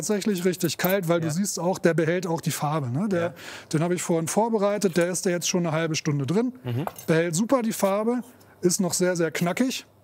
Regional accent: Lower Saxony, Germany; Ich komme ja aus der Lüneburger Heide. Das ist auch so ein Spargelanbaugebiet. Ja. Und da sind auch viele Bienenstöcke, viel Honig, sehr regional.

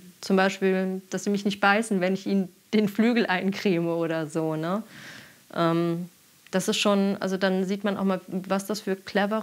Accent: North Rhine-Westphalia, Germany; Ich komme halt vom Land aus Nordrhein-Westfalen und meine Eltern haben Schuppen auseinandergenommen im Frühjahr.

